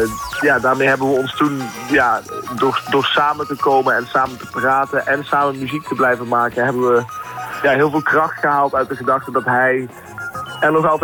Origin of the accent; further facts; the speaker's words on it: Limburg, Netherlands; Ja, overal en nergens proberen we te zijn, maar we komen dus een beetje uit Limburg.